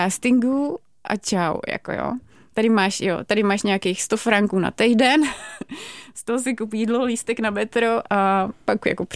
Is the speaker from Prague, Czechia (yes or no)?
yes; Prague, Czechia; To bylo v Praze, já jsem z Prahy.